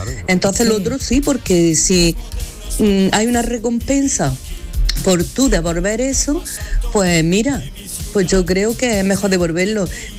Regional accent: Granada, Andalusia, Spain

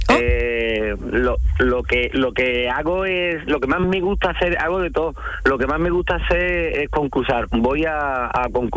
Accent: Écija, Andalusia, Spain; yo soy de Écija, ¿no?

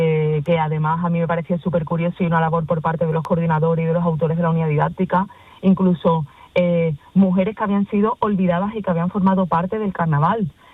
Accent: Cádiz, Andalusia, Spain; yo soy de Cádiz, soy de La Viña.

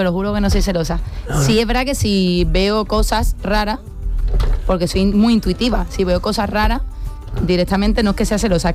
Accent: Seville, Andalusia, Spain; Bueno, estoy enamorada de mi tierra.

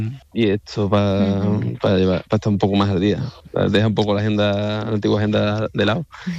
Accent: Trebujena, Andalusia, Spain; Yo vengo de Trebujena, de Cádiz.

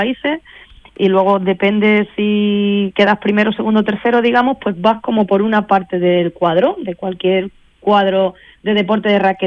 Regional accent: La Línea de la Concepción, Andalusia, Spain

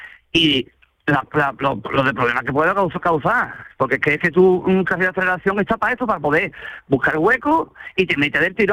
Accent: Jerez de la Frontera, Andalusia, Spain; Yo soy de Jerez, claro.

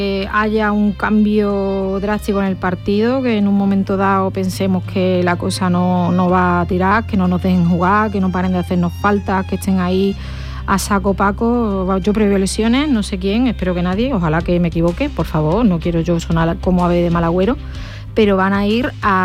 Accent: Santa Ana la Real, Andalusia, Spain; Santa Ana la Real, en la provincia de Huelva, está entre Alájar y Almonaster.

